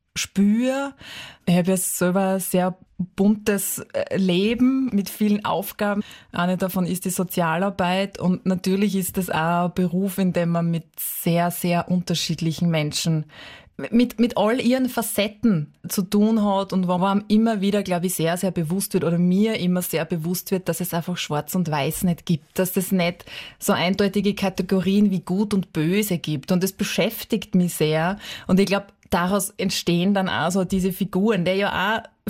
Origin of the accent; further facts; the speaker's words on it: Styria, Austria; da habe ich einen kleinen Ein-Frau-Betrieb in meiner Heimat in der Südoststeiermark